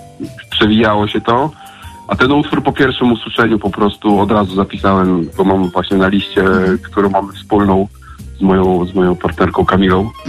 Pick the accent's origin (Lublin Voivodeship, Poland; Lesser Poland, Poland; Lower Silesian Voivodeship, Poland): Lower Silesian Voivodeship, Poland; Oława; ja jestem z Oławy